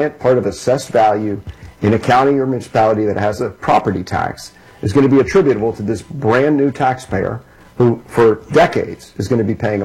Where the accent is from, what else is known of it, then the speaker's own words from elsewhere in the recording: Pennsylvania, United States; I'm from Western Pennsylvania.